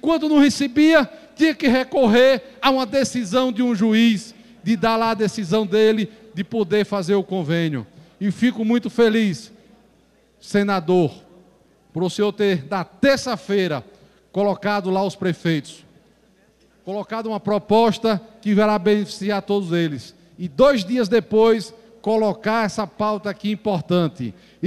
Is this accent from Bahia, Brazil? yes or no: yes; Bahia, Brazil; eu que venho lá do sertão da Bahia